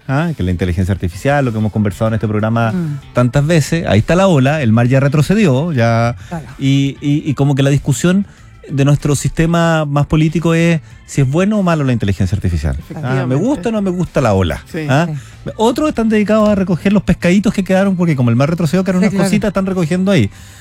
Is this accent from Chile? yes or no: yes; Chile; viviendo en este país, en nuestro país, en este querido Chile, en mi país